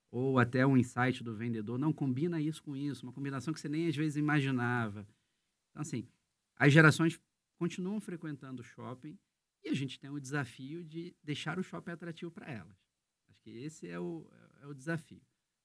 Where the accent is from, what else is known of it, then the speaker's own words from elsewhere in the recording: Rio de Janeiro, Brazil; moved away as an adult; also born or lived in Maringá; now in Londrina, Brazil; eu já rodei um bocado. É. Mas eu sou carioca, e aí por conta de trabalhar em shopping, eu já rodei alguns estados do Brasil